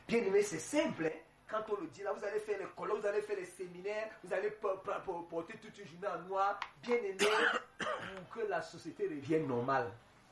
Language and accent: French; Cameroon; je suis Camerounais